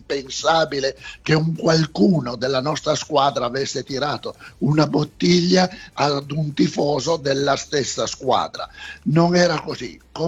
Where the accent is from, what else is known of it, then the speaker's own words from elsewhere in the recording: Turin, Piedmont, Italy; noi siamo di Torino, conosciamo bene questa zona